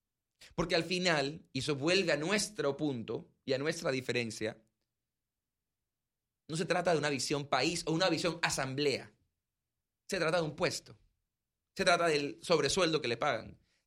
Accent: Panama

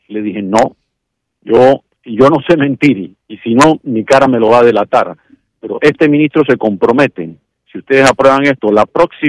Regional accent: Panama; Realmente ahí me sentí como panameño orgulloso, es decir, los panameños podemos hacer lo que prometemos

